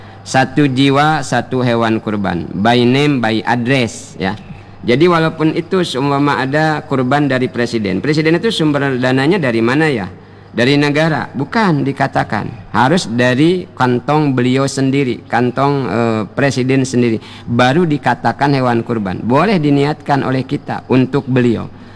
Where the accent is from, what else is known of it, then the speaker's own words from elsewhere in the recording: Bangka Belitung Islands, Indonesia; kata kita orang Bangka